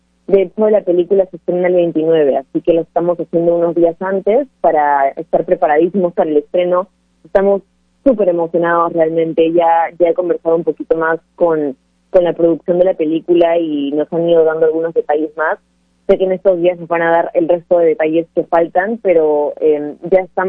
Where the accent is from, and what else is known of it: Peru